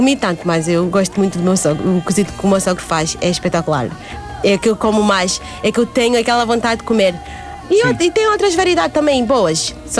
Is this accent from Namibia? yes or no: yes; Oshakati, Oshana, Namibia; depois vem o Oxakati, de onde eu sou.